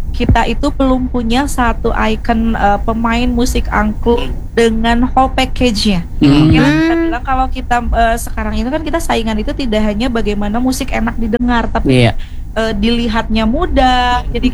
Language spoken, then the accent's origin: Indonesian; West Java, Indonesia